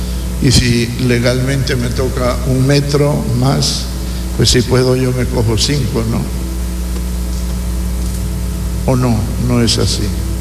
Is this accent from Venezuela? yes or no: no; Teculután, Zacapa, Guatemala; soy de Teculután